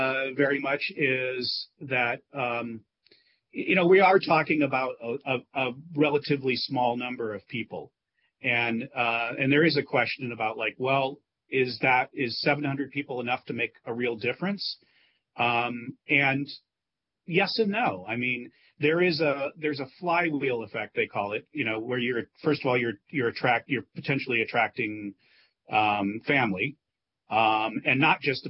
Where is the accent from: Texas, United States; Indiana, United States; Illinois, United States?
Indiana, United States; I'm from Indiana, so Noblesville, Indiana has a program, for example.